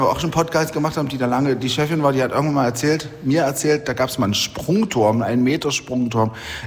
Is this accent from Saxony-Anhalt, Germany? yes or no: yes; Halle, Saxony-Anhalt, Germany; Dich verbindet ja trotzdem wahrscheinlich das eine oder andere mit dem Stadtbad als Hallenser, ne? Ja, wahrscheinlich. Ja. Ich habe dort schwimmen gelernt